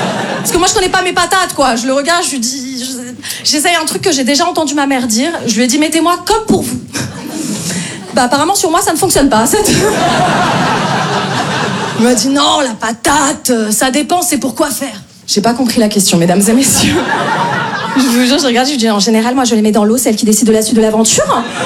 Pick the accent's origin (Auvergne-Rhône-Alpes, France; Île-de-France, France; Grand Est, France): Île-de-France, France; Paris; Je me présente … moi je viens de Paris, j'essaye de jouer un peu dans plein de villes en France.